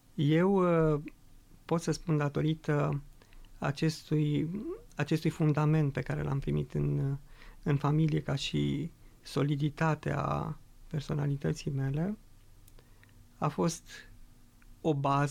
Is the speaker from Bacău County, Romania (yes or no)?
no; Câmpina, Prahova, Romania; born there; în urmă cu 44 de ani m-am născut pe meleaguri muntenești, în județul Prahova, în orașul, municipiul Câmpina.